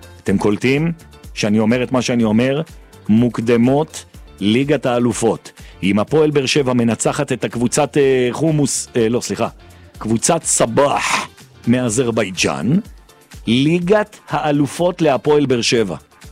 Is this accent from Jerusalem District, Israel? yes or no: yes; Jerusalem, Jerusalem District, Israel; אני ירושלמי צנוע מעיר הבירה, תושב של בירת ישראל לנצח נצחים, בעזרת השם יתברך, נולדתי בירושלים, והחלום שלי זה להיקבר בירושלים